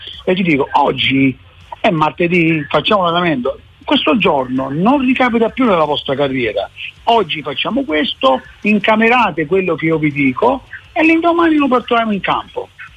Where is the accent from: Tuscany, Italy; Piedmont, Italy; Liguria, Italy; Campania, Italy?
Campania, Italy; Naples; chi nasce là nasce con una marcia in più, ma non perché siamo napoletani